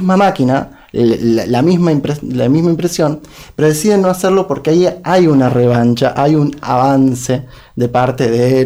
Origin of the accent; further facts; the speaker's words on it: Chubut, Argentina; Yo soy de Chubut